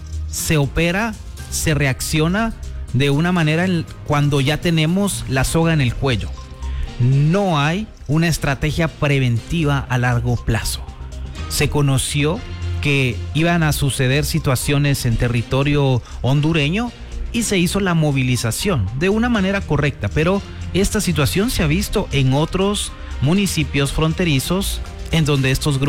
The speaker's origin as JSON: {"language": "Spanish", "country": "Guatemala"}